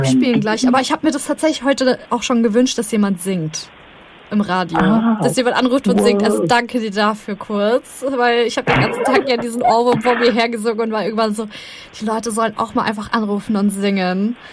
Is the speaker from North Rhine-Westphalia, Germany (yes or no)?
no; Lower Saxony, Germany; Komme aus Niedersachsen